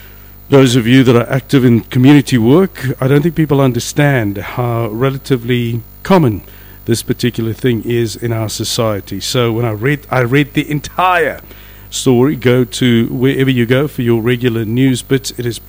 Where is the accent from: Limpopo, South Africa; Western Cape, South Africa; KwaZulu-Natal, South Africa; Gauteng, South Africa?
Western Cape, South Africa; Cape Town; now in Sasolburg, South Africa; me being born and bred in Cape Town